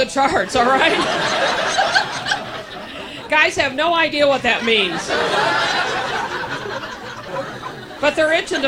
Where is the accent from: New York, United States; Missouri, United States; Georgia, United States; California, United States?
Missouri, United States; St. Louis; I'm from St. Louis, Missouri, where I work part-time as a Hooters girl.